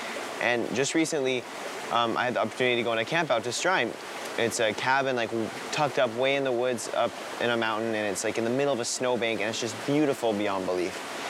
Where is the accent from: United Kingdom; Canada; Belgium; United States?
Canada; Prince Edward Island; I grew up in Eastern Canada, you know, rambling around the woods and forests of Prince Edward Island